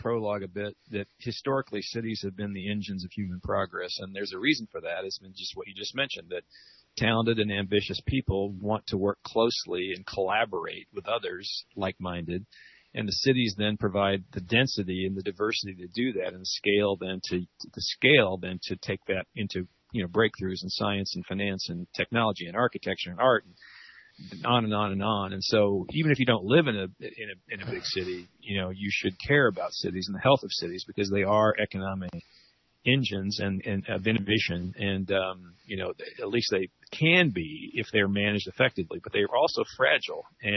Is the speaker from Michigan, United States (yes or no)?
no; Illinois, United States; moved away; Although I grew up in Southern Illinois